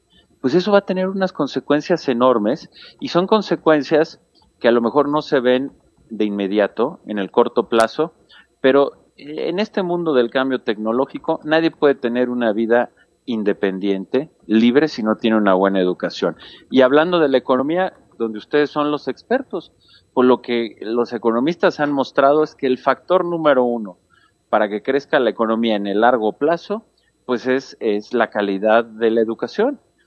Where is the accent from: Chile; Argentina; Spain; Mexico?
Mexico